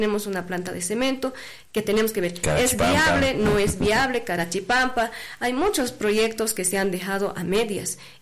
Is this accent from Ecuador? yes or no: no; Bolivia; nos hacen quedar en mal como bolivianos.